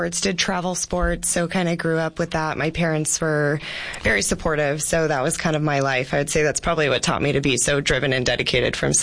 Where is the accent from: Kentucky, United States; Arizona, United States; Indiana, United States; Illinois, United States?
Arizona, United States; Yuma; I am. So born and raised in Yuma.